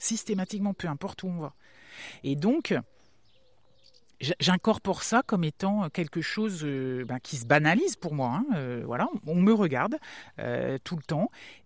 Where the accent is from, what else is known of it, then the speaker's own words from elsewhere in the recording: Brittany, France; also born or lived in Brest; Moi, je viens de Saint-Couli.